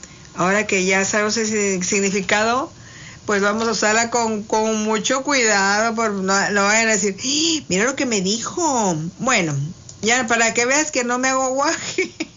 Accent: Mexico; sí somos mexicanos de veras, de veritas, somos mexicanos, en serio, y señor, bueno, de acá del norte

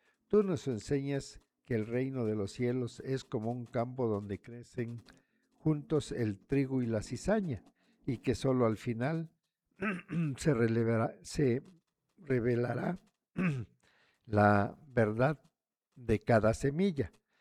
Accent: San Juan Yucuita, Oaxaca, Mexico; San Juan Yucuita, mi tierra querida, San Juan Yucuita.

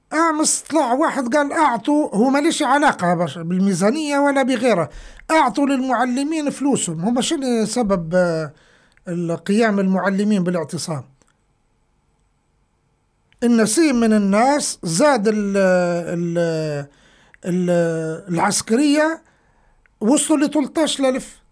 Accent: Libya; لكن إحنا ليبيين

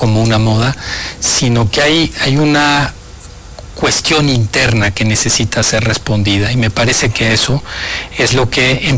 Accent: Mexico; somos mexicanos, y eso lo tenemos muy claro

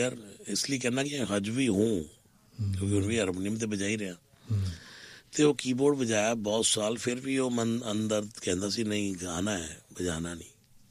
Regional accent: Delhi, India; born there; ਦੋ ਮੰਦਰ ਬਣਵਾਏ ਜਿੱਥੇ ਮੇਰਾ ਜਨਮ ਹੋਇਆ ਸੀ

